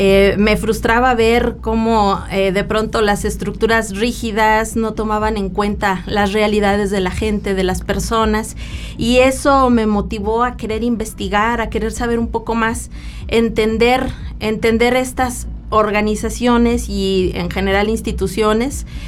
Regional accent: San Luis Potosí, Mexico; Mi camino empieza aquí en San Luis Potosí

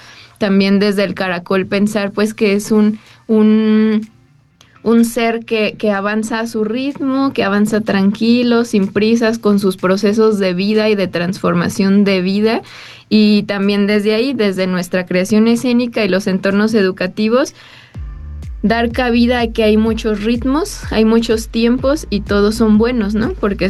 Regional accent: Mexico; nuestra identidad también como de mexicanos

